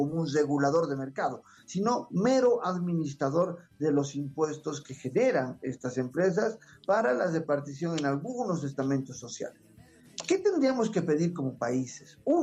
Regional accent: Bolivia

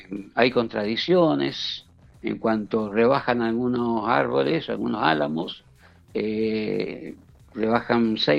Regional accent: Godoy Cruz, Mendoza, Argentina; como yo soy de Godoy Cruz

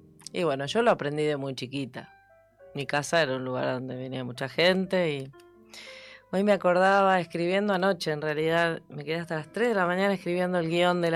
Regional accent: Argentina; creo que es un momento tan difícil que nos está tocando atravesar como argentinos

